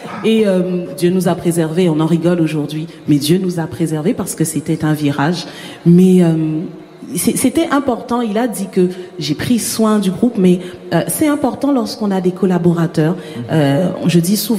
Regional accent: Guadeloupe; moved away; also born or lived in Martinique / England / Paris; Ça fonctionne différemment de chez nous, en Guadeloupe.

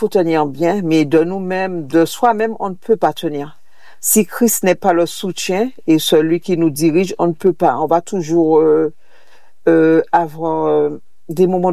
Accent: Martinique; la seule chose que je voulais, c'était rentrer chez moi, en Martinique.

